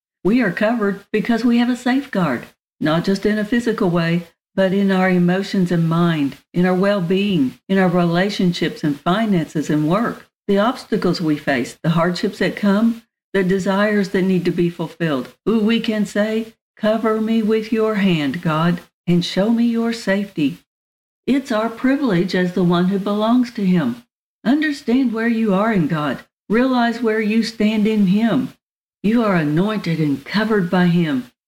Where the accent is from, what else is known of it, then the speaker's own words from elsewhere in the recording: Oklahoma, United States; I grew up in Oklahoma, and so the word safety has a special meaning right around the time of year when the tornadoes come.